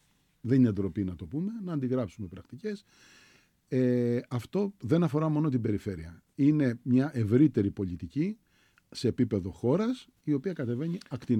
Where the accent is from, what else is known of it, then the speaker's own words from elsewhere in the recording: Sitia, Crete, Greece; Θα ξαναθυμίσω ότι είμαι από τη ΣΥΤΙΑ